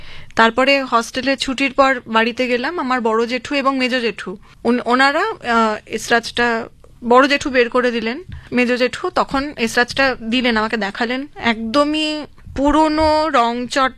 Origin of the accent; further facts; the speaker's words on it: Assam, India; born there; আমি আসামে জন্মেছি, ছোটবেলা থেকেই আমি এই পরিবেশে বড় হয়েছি, আমরা জয়েন্ট ফ্যামিলি।